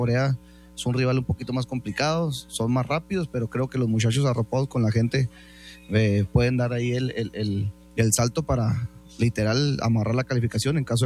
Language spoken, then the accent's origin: Spanish; Mexico; sin hablar con el corazón de que somos mexicanos, siento que la de México fue la mejor